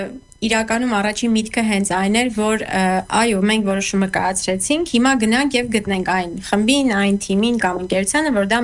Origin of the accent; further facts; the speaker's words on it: Goris, Syunik, Armenia; born there; now in Yerevan, Armenia; ես ծնունդով Գորիսից եմ